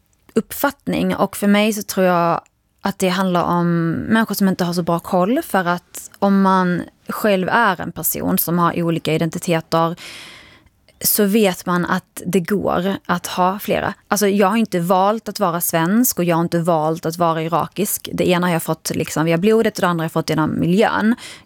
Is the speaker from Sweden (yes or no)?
yes; Sweden; Men vi som är barn till föräldrar som har immigrerat, alltså vi blir ju svenskar.